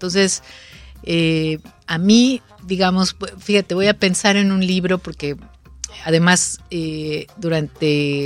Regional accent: Cuernavaca, Morelos, Mexico; born or raised there

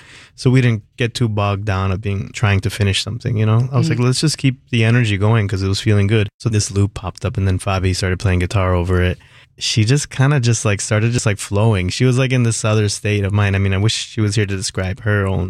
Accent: Miami, Florida, United States; also born or lived in Fort Lauderdale; My family is from Ecuador. I grew up in Miami in South Florida, Fort Lauderdale.

